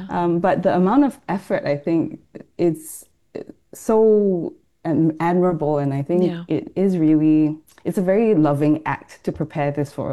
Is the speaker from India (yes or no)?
no; Singapore; I think especially growing up in Singapore, when we talk about a big Chinese meal, like a banquet, you see meat.